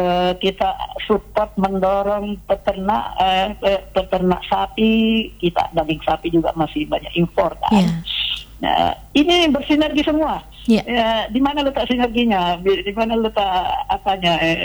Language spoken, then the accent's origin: Indonesian; Bone, South Sulawesi, Indonesia; Saya karena orang Bone, saya boleh menunjuk daerah saya di bawah.